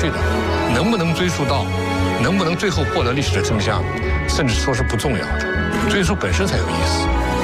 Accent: Nanjing, Jiangsu, China; 这是我们南京市的标志，叫辟邪，

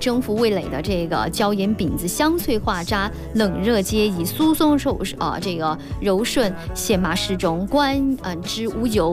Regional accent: Sichuan, China; 但是我们四川人啊

